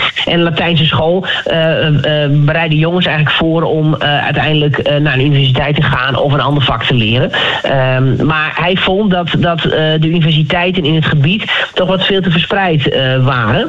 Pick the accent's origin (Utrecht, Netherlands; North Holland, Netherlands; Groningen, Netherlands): Groningen, Netherlands; wij zijn eigenlijk gewoon Friezen, wij Groningers.